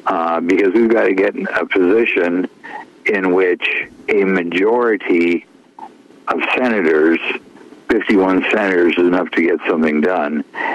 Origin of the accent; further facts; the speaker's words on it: Wisconsin, United States; I'm from Wisconsin, so I'm only a little bit prejudiced